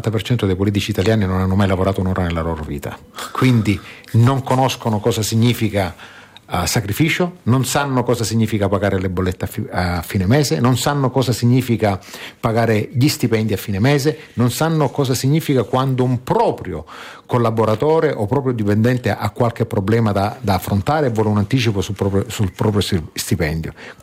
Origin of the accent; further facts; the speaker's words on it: Capo d'Orlando, Sicily, Italy; moved away as an adult; Sono siciliano, orgoglioso di esserlo, sono di Capodorlando, in provincia di Messina, di fronte alle bellissime isole Eolie.